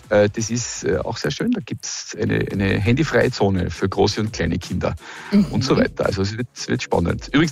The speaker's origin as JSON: {"language": "German", "region": "Tyrol", "country": "Austria", "said": "Ja, deswegen sind wir Tiroler, wir sind so fit, weil wir so gern wandern gehen."}